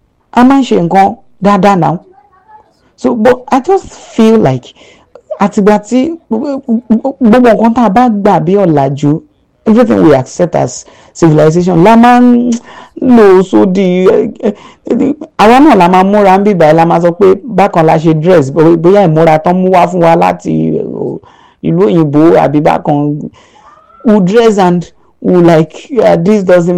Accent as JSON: {"language": "English", "town": "Melaro", "region": "Ogun", "country": "Nigeria", "said": "Good morning to you all. … from Melaro, Ogun State."}